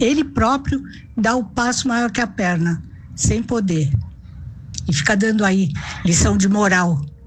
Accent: Santos, São Paulo, Brazil; eu sou de Santos.

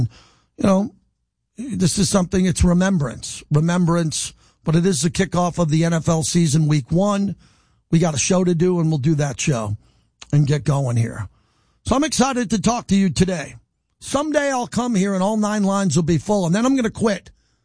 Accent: Massapequa, New York, United States; my hometown of Massapequa, Long Island

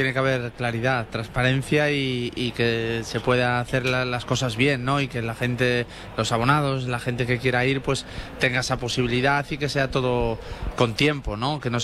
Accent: Galicia, Spain; yo, hombre, soy gallego y son muchos años

